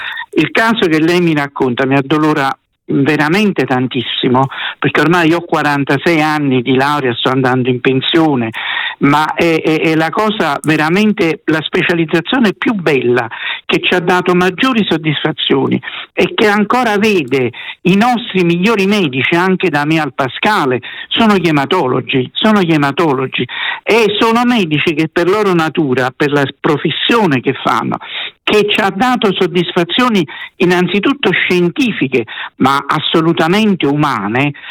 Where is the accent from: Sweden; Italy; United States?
Italy; Naples, Campania; io sono napoletano